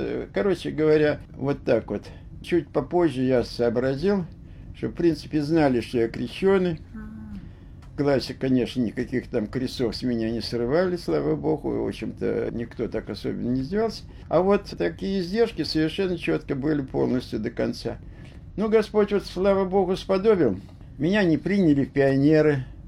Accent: Saint Petersburg, Russia; Я родился на Васильевском, в больнице Отто, и там прожил практически до окончания школы. Четвертая линия, 24-я школа

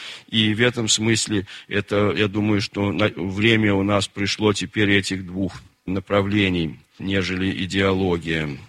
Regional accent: Moscow, Russia; Ну и я из Москвы.

